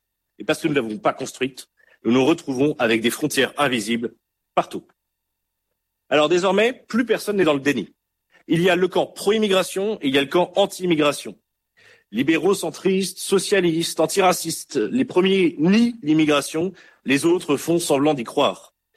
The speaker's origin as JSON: {"language": "French", "country": "France"}